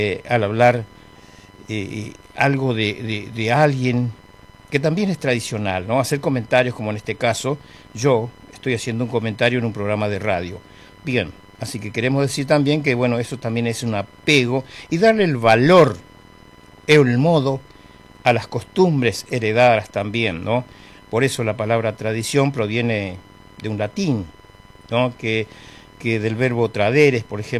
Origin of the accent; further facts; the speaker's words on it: Presidencia de la Plaza, Chaco, Argentina; Ayer fue el cumpleaños de mi pueblo, Presidencia de la Plaza